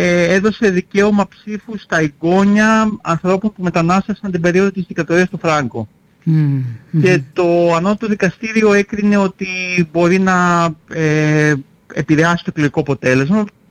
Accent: Greece; εγώ σαν Έλληνας που έχω συνηθίσει σε ένα, εντάξει, ας το πούμε, αρκετά τοξικό πολιτικό κλίμα στην Ελλάδα

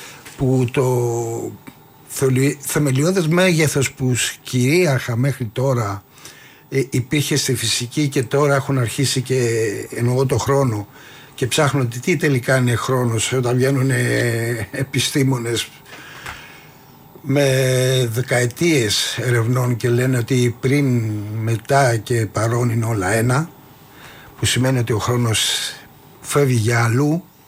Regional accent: Greece; μόλις καταλαβαίνω ότι είμαστε Έλληνες

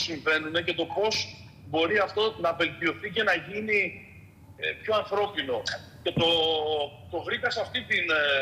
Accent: Kozani, Western Macedonia, Greece; Εγώ η καταγωγή μου είναι από την Κοζάνη.

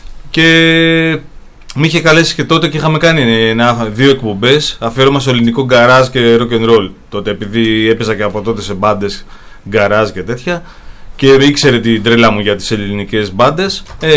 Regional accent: Irakleio, Attica, Greece; γέννημα Θρέμα.

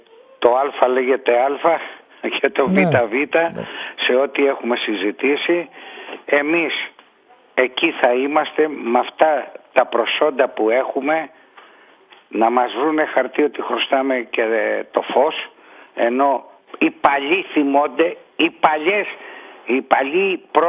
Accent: Piraeus, Attica, Greece; εγώ που είμαι Πειραιώτης Βέρα.

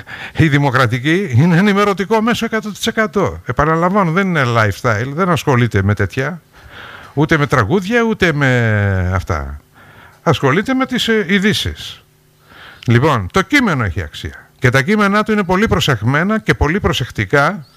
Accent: Kalymnos, South Aegean, Greece; born there; now in Rhodes, Greece; Μπορεί να μην γεννήθηκα εδώ, εγώ είμαι Καλλίμνιος, γεννήθηκα στην Κάλυμνο.

